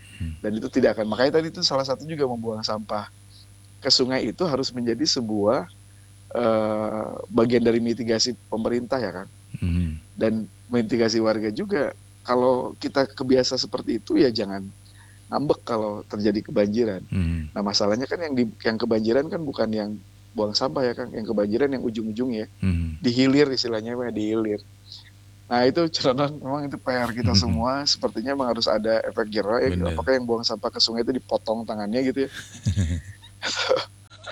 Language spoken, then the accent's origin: Indonesian; Bandung, West Java, Indonesia; saya sebagai orang Bandung